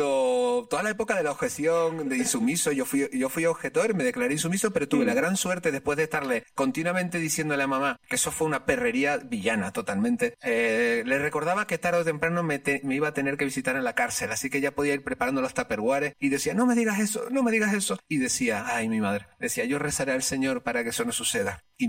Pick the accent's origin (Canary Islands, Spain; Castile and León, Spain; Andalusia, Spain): Canary Islands, Spain; La Palma; al menos yo lo que recuerdo mucho en La Palma, desde donde yo soy